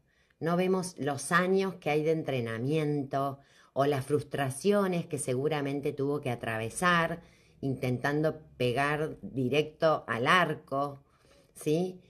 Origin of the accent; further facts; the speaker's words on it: Argentina; yo soy argentina